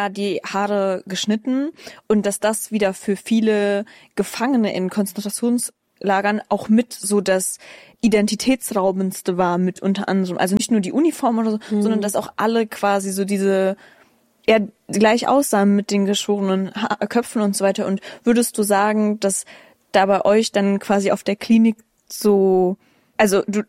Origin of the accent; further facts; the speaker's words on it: Germany; Ich bin Deutsche.